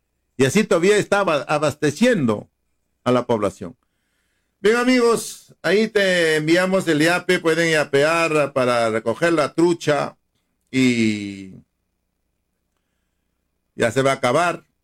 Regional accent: Chumpi, Ayacucho, Peru; moved away; Yo cuando he venido de mi pueblo de Chumpi

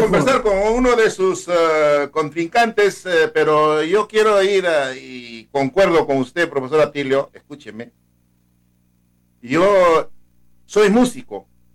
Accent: Chumpi, Ayacucho, Peru

